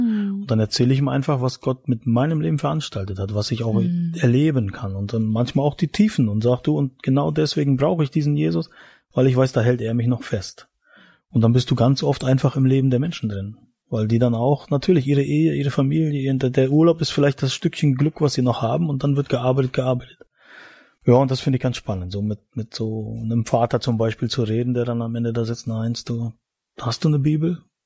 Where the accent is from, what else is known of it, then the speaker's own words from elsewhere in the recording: East Germany, Germany; ich bin ein Ostdeutscher und da war Glaube nicht so das Thema